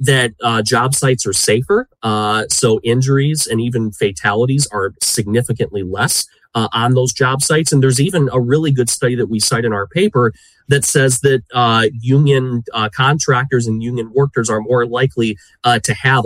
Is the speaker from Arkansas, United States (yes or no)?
no; Michigan, United States; Even take my home state of Michigan.